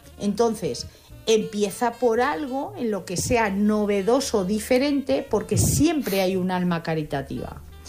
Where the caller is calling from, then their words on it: Madrid, Community of Madrid, Spain; de Madrid.